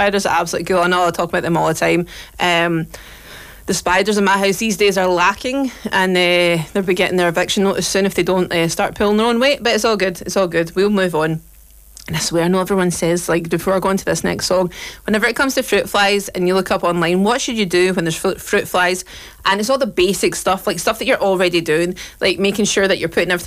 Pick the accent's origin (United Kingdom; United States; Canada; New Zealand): United Kingdom; Scotland; I know being Scottish